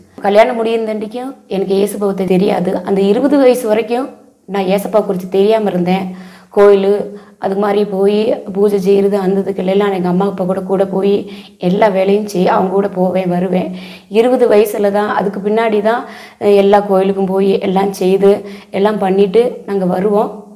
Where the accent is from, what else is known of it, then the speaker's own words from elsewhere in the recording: Cumbum, Tamil Nadu, India; நான் பிறந்து வளர்ந்ததெல்லாம் தமிழ்நாட்டில் கம்பத்தில் வளர்ந்தது, படித்தது எல்லாம் அங்கே தான் நான் படித்து வளர்ந்தேன். எங்கள் அம்மா அப்பா அவங்களாம் ஹிந்து ஃபேமிலி பேக்ரவுண்டு உள்ளவங்க.